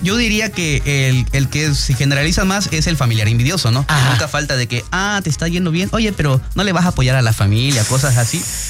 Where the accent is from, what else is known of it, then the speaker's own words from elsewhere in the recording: Mexico; como buen mexicano pobre, no tenía datos